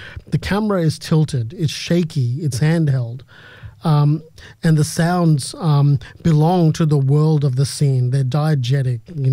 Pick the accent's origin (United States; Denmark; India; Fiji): Fiji; when I was growing up in Fiji